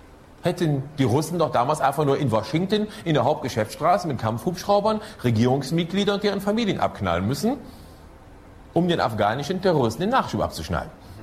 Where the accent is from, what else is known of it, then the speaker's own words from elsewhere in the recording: Germany; Ich habe schon Probleme genug, damit Deutscher zu sein